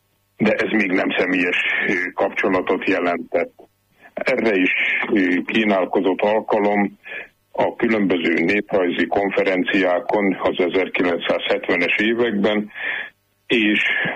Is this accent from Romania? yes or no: no; Kunszentmárton, Jász-Nagykun-Szolnok, Hungary; eljött az én szülővárosomba, Kunszentmártonba egy tudományos tanácskozásra